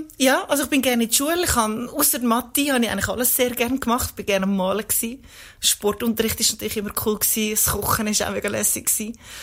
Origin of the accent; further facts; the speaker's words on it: Wetzikon, Zurich, Switzerland; born there; Ich bin in Wetzikon, Zürich geboren. Bin in einer sehr behüteten, eigentlich fast perfekten Familie aufgewachsen.